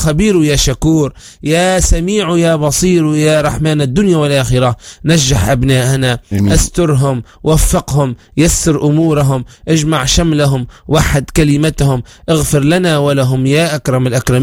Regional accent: Tunisia

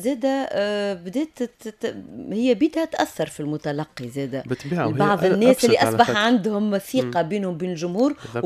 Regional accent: Tunisia; في بلدنا تونس

